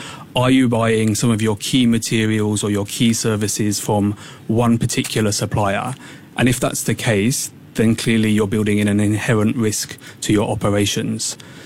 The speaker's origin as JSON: {"language": "English", "region": "England", "country": "United Kingdom", "accent": "English"}